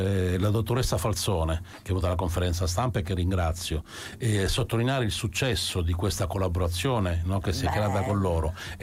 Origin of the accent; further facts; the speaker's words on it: Taranto, Apulia, Italy; un attore di Taranto a Giardini Naxos, che ho fatto quest'estate uno spettacolo che è andato benissimo